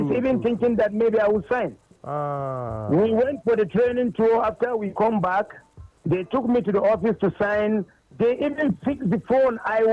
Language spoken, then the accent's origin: English; Kano, Nigeria; now in Zaria, Nigeria; Normally, I came from Kano State.